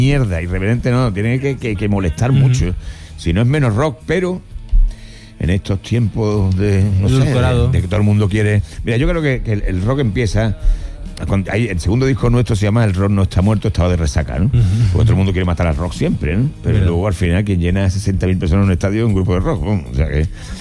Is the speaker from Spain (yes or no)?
yes; Seville, Andalusia, Spain; born there; moved away as an adult; now in El Bosque, Spain; Yo soy sevillano de nacimiento, pero bosqueño de adopción.